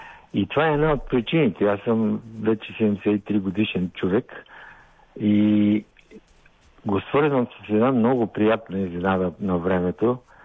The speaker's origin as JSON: {"language": "Bulgarian", "town": "Plovdiv", "region": "Plovdiv Province", "country": "Bulgaria", "said": "понеже съм пловдивчанин"}